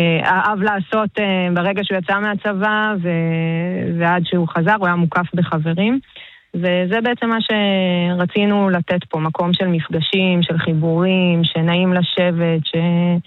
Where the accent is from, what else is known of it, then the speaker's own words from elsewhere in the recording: Kibbutz Yiftah, Northern District, Israel; born there; אני נולדתי כאן אז אני באמת לא אובייקטיבית, אבל זה באמת האזור הכי יפה בארץ.